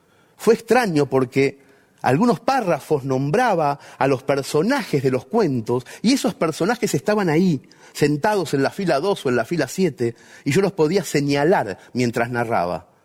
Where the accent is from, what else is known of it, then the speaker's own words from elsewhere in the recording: Mercedes, Buenos Aires Province, Argentina; moved away as an adult; now in Barcelona, Spain; Mi pueblo natal se llama Mercedes, está en una llanura verde de la provincia de Buenos Aires.